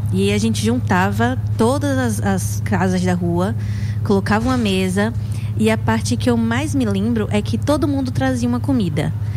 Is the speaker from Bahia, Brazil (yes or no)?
yes; Mutuípe, Bahia, Brazil; eu sou do interior da Bahia, né? De uma cidade muito pequena chamada Mutuípe.